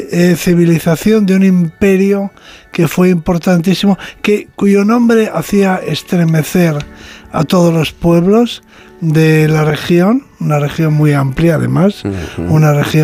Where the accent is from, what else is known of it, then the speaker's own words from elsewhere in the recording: Spain; somos los españoles un pueblo culto